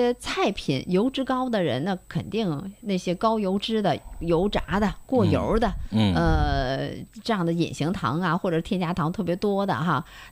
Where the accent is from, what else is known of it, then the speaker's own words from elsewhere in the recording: Dalian, Liaoning, China; 我们大连人吃海鲜的话